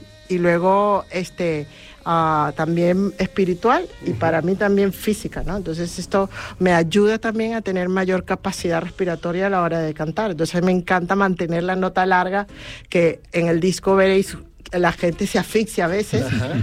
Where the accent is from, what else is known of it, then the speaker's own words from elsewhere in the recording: Venezuela; yo vengo de Venezuela. En Venezuela no se escucha normalmente jazz.